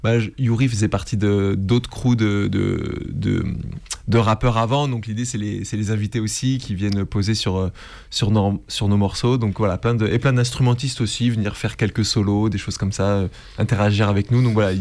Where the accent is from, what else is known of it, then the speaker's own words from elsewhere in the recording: Grenoble, Auvergne-Rhône-Alpes, France; Bah déjà on vient de Grenoble